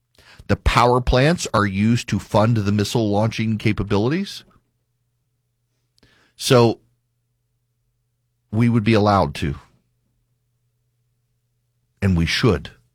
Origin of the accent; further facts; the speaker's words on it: Dubai, United Arab Emirates; moved away; I grew up in Dubai.